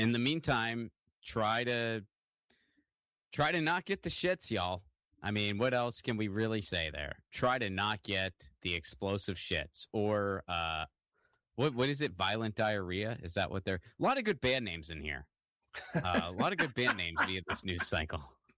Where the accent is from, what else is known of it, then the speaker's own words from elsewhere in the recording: Pittsburgh, Pennsylvania, United States; this is an interesting tweet from Pittsburgh protests. Shout out to my hometown.